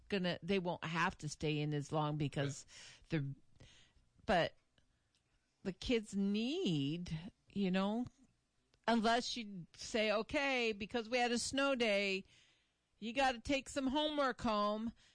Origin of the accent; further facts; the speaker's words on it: California, United States; I grew up in California. We didn't have air conditioning in our schools.